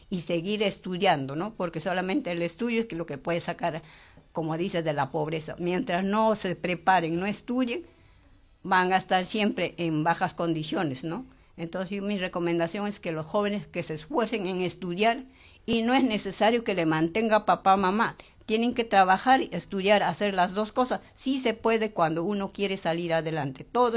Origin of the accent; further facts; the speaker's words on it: Ayacucho, Peru; yo soy ayacuchana. Voy allá igualito, ¿no? Entonces, a pesar que tengo mis 78 años